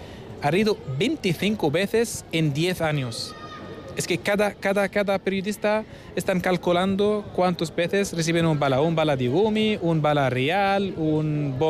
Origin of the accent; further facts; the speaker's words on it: Ramallah, West Bank, Palestine; Spanish is a second language; moved away as an adult; now in Spain; soy de Ramallah, la ciudad muy famosa en Cisjordania